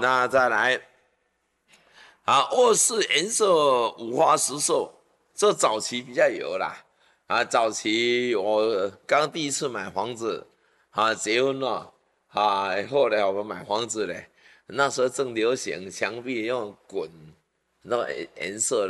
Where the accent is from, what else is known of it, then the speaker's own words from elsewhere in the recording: Taiwan; 我们台湾人